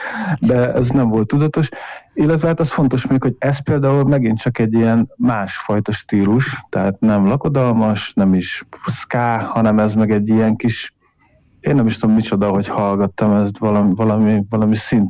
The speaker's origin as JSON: {"language": "Hungarian", "country": "Hungary"}